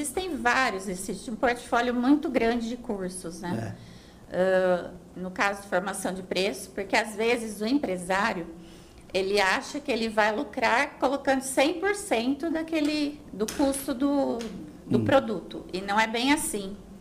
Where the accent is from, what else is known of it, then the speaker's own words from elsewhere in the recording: Itatiba, São Paulo, Brazil; also born or lived in Amparo; Eu sou. Itatibense é. Eu nasci em Amparo